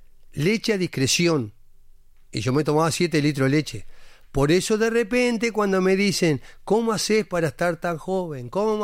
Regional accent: Sarandí del Yí, Durazno, Uruguay; born there; En Sarandí del G.

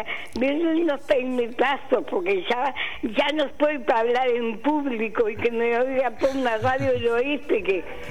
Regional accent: Nueva Helvecia, Colonia, Uruguay; Pero soy de Nueva Helvecia, de toda una vida.

